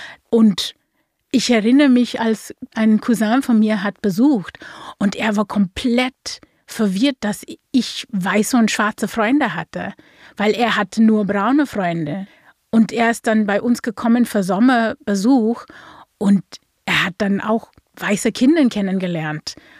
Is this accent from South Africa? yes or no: yes; Cape Town, Western Cape, South Africa; German is a second language; moved away; am Anfang bin ich in Kapstadt geboren. Ich war in einem braunen Gebiet mit Leuten, die braune, schwarze Leute sind.